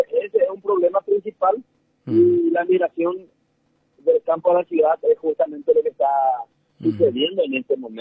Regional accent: San Pedro, Paraguay; moved away; also born or lived in Canindeyú; Yo soy de San Pedro, oriundo de San Pedro, mi ciudad natal es Tierra y Tierra del Norte, pero estuve casi 28 años en el departamento de Canindeyú.

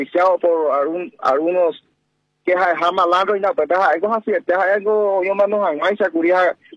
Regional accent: Paraguay; como paraguayo, como indígena, como nativo

